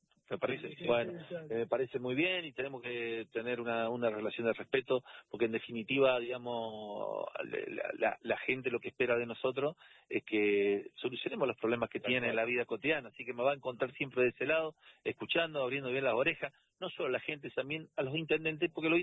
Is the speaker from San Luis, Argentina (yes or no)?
no; San Juan, Argentina; como buen sanjuanino que somos.